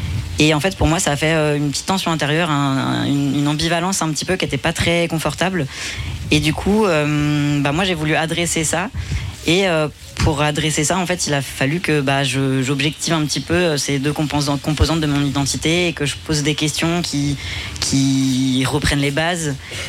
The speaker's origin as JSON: {"language": "French", "town": "Nantes", "region": "Pays de la Loire", "country": "France", "tie": "born or raised there", "said": "je suis une personne blanche aussi, citadine. Moi j'habite à Nantes à la base, donc et puis j'ai toujours habité à Nantes"}